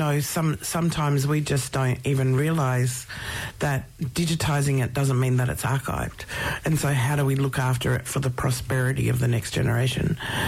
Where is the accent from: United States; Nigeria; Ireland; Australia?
Australia; Alice Springs, Northern Territory; born there; I was born on Mbantua, so to the Arunda mob in Central Australia.